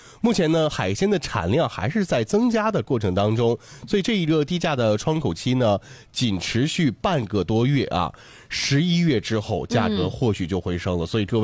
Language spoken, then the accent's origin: Chinese; Dalian, Liaoning, China; 我还真没坐过火车，小时候没出过大连啊